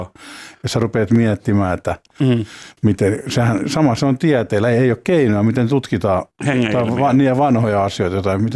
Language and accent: Finnish; Lapinjärvi, Uusimaa, Finland; Mites meillä on yhteinen tämä Lapinjärvi? Mähän olen siellä syntynyt ja kasvanut.